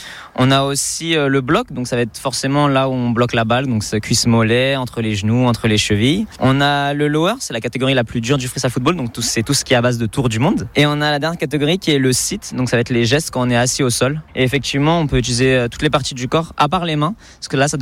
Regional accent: Brétigny-sur-Orge, Île-de-France, France; Je viens tout droit de l'Essonne, plus particulièrement à Bretigny.

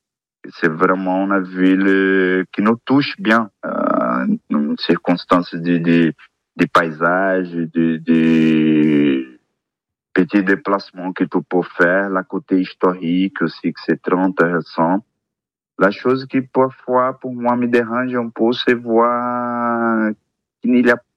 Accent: Belo Horizonte, Minas Gerais, Brazil; born there; French is a second language; also born or lived in Northeast Brazil; Moi, je suis né à Minas Gerais, ou l'état de Minas Gerais, et la ville s'appelle Belo Horizonte. Mais j'ai pratiquement né à cette ville et me déplacé en direction de la région nord-est du Brésil.

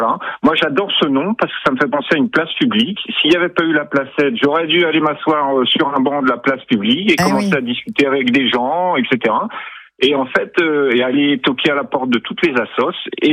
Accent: France; moved away; Là, moi, j'ai passé beaucoup plus de temps à l'étranger qu'en France. Oui. J'ai quitté la France en 1989 et je suis revenu en 2025.

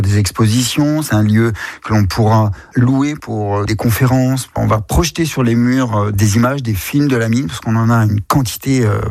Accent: Grand Est, France; j'habite pas sur le site et que je viens de la Meurthe-et-Moselle, du pays du fer, parce que mon père était mineur de fer

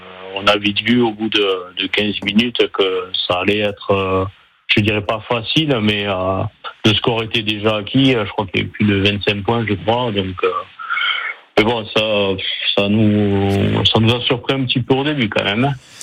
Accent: Nouvelle-Aquitaine, France; je suis originaire du Lot-et-Garonne

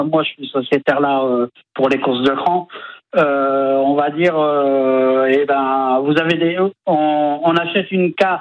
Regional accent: Craon, Pays de la Loire, France; now in L'Aubrière, France; moi je suis originaire de Cran

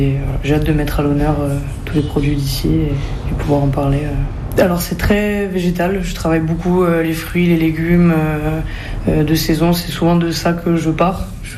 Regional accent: Bastia, Corsica, France; also born or lived in Aix-en-Provence / Paris; J'ai grandi à Bastia, à 17 ans je suis partie faire mes études à Aix, donc j'ai étudié Sciences Po pendant 5 ans.

